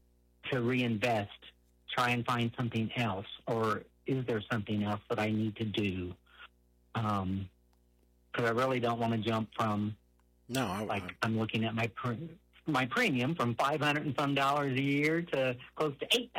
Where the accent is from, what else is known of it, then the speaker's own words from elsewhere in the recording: Effingham, Illinois, United States; Hi. I'm actually from Effingham, Illinois.